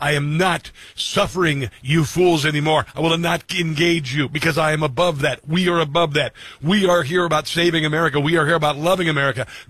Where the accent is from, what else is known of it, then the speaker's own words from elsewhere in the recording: Iowa, United States; and I was remembering growing up on Iowa